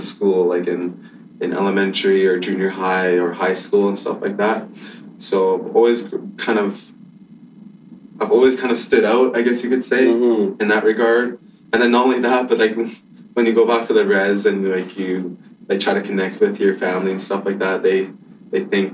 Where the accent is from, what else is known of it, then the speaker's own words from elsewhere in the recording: Saddle Lake Cree Nation, Alberta, Canada; I'm from Satellite Cree Nation. I'm 23 years old.